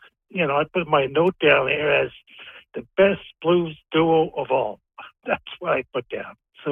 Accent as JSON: {"language": "English", "town": "Châteauguay", "region": "Quebec", "country": "Canada", "said": "I'm from Montreal, Chateauguay, actually."}